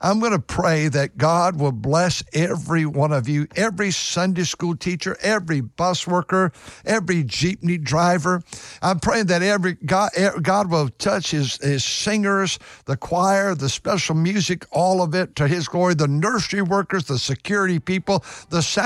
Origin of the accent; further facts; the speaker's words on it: California, United States; I grew up here in California. We don't have lightning and thunder and all that.